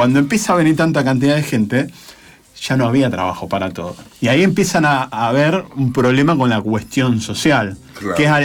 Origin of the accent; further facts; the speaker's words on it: Rosario, Santa Fe, Argentina; yo soy rosarina.